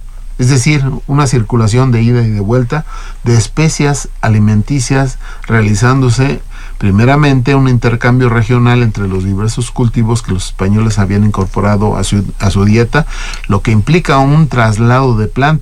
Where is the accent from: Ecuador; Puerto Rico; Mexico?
Mexico; somos muy mexicanos